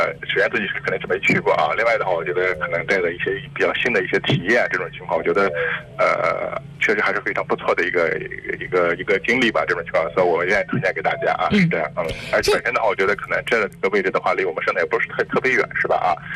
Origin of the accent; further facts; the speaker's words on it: Shandong, China; 因为我们山东人的话可能还是离这个海边比较近一些啊，